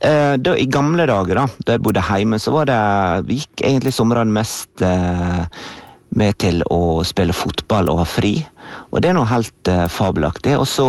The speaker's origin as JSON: {"language": "Norwegian", "town": "Brandal", "region": "Møre og Romsdal", "country": "Norway", "tie": "born or raised there", "moved": "yes", "said": "jeg vokste opp I Brandal, der jeg telte en gang at det 13 sekunder å gå til sjøen. Det var over veien ned I fjøra, så var jeg ved sjøen."}